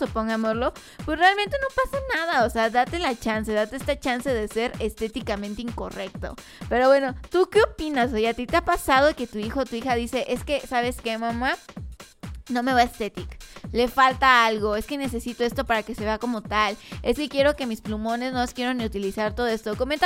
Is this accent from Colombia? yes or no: no; Mexico; todos somos morenitos, mexicanos morenazos de fuego.